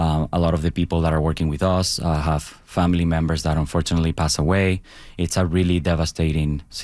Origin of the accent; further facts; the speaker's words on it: Caracas, Capital District, Venezuela; I'm from Caracas. It's one of the affected areas.